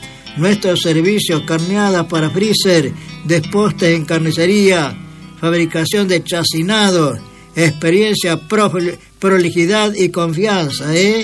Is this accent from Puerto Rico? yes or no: no; San Carlos de Bolívar, Buenos Aires Province, Argentina; en San Carlos de Bolívar, mi terruño